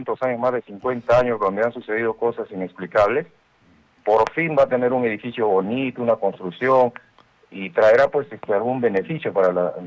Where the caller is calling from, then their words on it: Peru; todos somos peruanos.